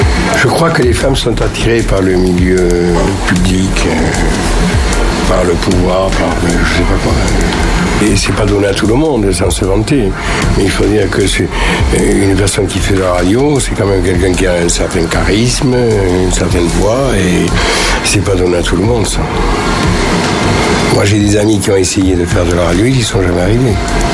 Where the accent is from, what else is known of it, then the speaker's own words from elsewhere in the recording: Toulouse, Occitanie, France; born there; accent: Parisian; vous n'êtes pas d'ici, alors que je suis né à Toulouse, etc. J'avais pris un peu l'accent parisien, vous savez.